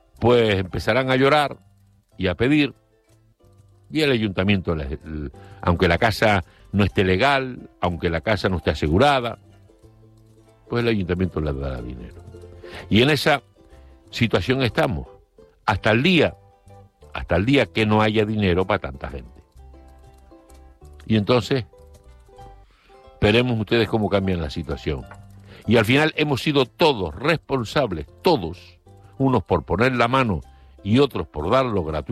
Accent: Canary Islands, Spain

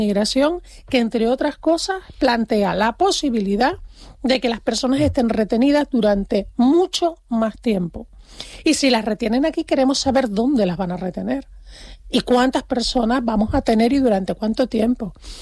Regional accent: Canary Islands, Spain

